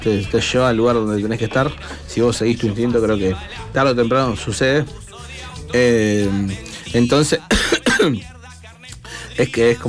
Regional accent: Marcos Paz, Buenos Aires Province, Argentina; moved away as an adult; now in La Plata, Argentina; Hasta que me instalo en la ciudad de La Plata, ¿no? Yo soy Marcos Paz, nativo de Marcos Paz, originario.

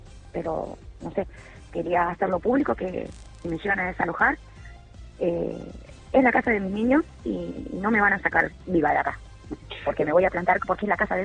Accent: Buenos Aires, Argentina; moved away; Y nada, y hace 8 años que vivo acá, que falleció mi papá. Me vine de Buenos Aires.

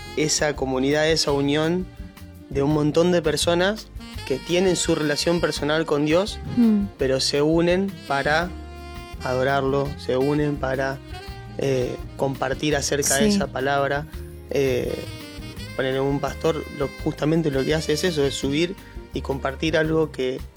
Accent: San Nicolás de los Arroyos, Buenos Aires Province, Argentina; yo soy de San Nicolás. Ahí tengo mi iglesia de toda la vida.

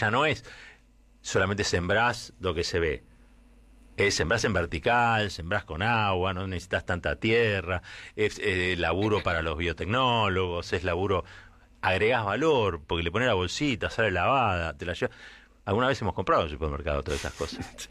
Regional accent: Argentina

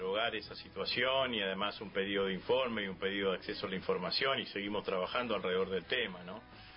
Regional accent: Argentina

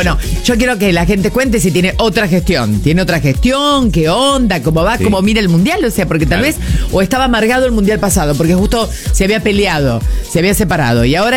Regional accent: Córdoba, Argentina

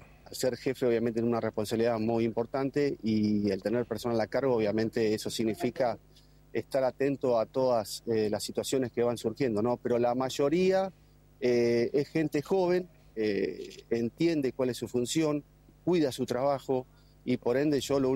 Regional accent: Punta Alta, Buenos Aires Province, Argentina; now in Neuquén, Argentina; soy oriundo de la ciudad de Punta Alta, nací en el Hospital Naval Puerto Belgrano. Así que soy el primero de la fuerza

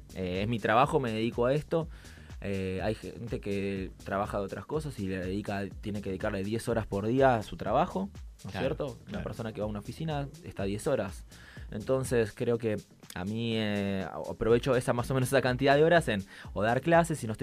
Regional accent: Buenos Aires, Argentina; Yo soy de Buenos Aires, capital

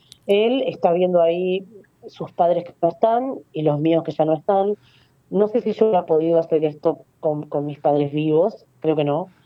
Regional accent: Uruguay; Yo pertenezco al pueblo judío, pero yo soy uruguaya de la diáspora.

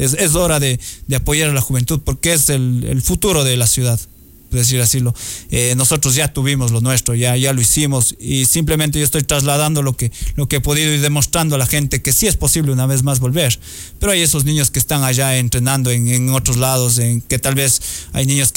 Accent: Baños de Agua Santa, Tungurahua, Ecuador; soy de Baños de Agua Santa para el mundo, eso no lo tengan duda, que donde quiera que voy lo digo, soy de Baños, y me gusta ser un embajador de mi ciudad

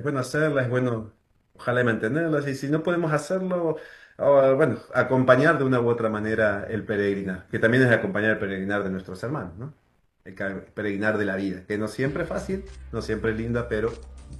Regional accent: María Grande, Entre Ríos, Argentina; muy cerca de mi pueblo, en María Grande, en Entre Ríos

